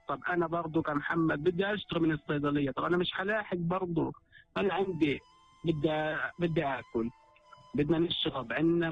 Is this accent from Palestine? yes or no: yes; Palestine; انا فلسطيني وعندي رئيس وعندي منظمه وعندي دوله